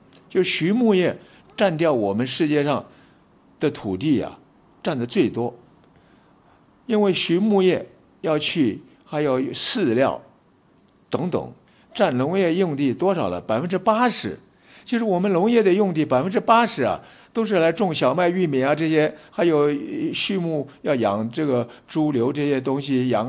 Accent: China; 所以我们中国呀是世界生产猪第一大国，消费猪肉第一大国。

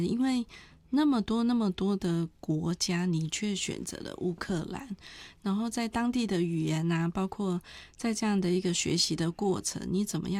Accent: Taiwan; 能够透过他也把我们台湾人带到那里来，帮助着不少的难民。

